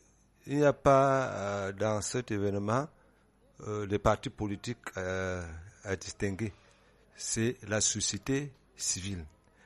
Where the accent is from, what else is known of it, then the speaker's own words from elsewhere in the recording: Cameroon; moved away; comme je suis de Milaba